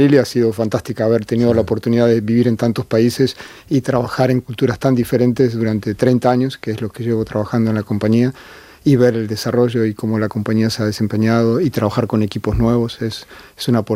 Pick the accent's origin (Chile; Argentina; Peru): Argentina; moved away; also born or lived in Brazil / China; Como argentino, viví 5 años en Brasil.